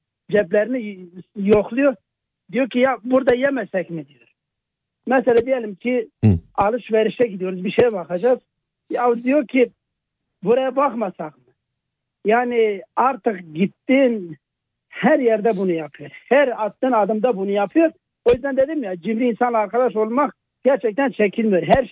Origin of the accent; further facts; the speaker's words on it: Sincik, Adıyaman, Turkey; Kahta, bizimki Sincik